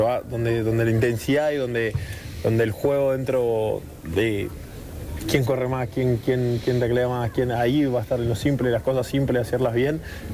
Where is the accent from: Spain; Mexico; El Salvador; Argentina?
Argentina; Mendoza; moved away as an adult; Cuando era chico jugaba en el Mendoza Rugby